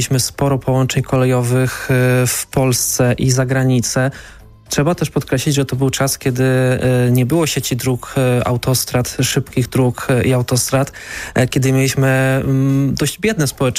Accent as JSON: {"language": "Polish", "region": "Lesser Poland", "country": "Poland", "tie": "born or raised there", "moved": "yes", "said": "jechałem pociągiem z Tarnowa w kierunku Nowego Sącza, w moje rodzinne strony. Pozdrawiam Ciężkowice, Bogoniowice."}